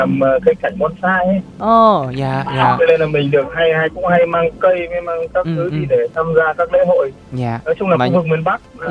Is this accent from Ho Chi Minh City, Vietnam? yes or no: no; Hưng Yên, Vietnam; bài hát là có nhiều những cái từ giới thiệu về quê hương Hương Yên của mình.